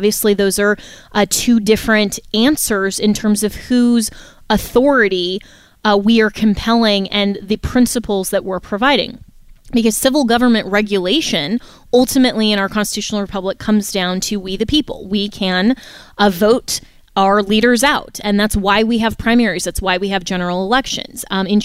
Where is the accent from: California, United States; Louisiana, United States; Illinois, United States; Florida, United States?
Florida, United States; my home state, the Free State of Florida